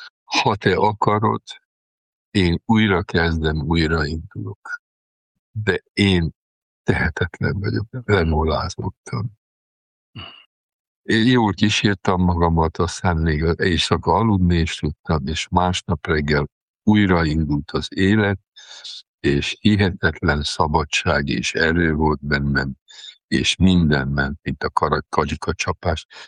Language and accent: Hungarian; Sopron, Győr-Moson-Sopron, Hungary; én soproni vagyok